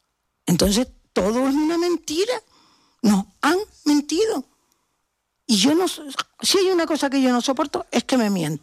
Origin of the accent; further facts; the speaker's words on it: Canary Islands, Spain; Canarias es África. Yo soy africana. Y al que no le guste, con perdón, que le eche azúcar. Porque Canarias es África. Y nuestro origen es magrebí.